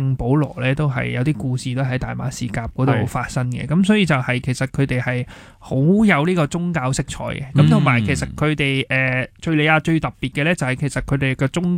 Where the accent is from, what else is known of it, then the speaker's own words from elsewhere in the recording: Hong Kong; born there; 我成日都会觉得我喺香港出世系好幸福嘅